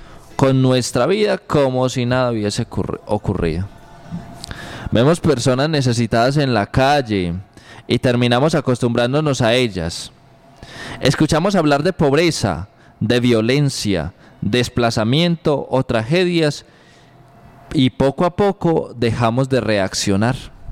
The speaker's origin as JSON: {"language": "Spanish", "region": "Antioquia", "country": "Colombia", "said": "Hoy quiero dejar una pregunta especialmente para nosotros como antioqueños y como colombianos."}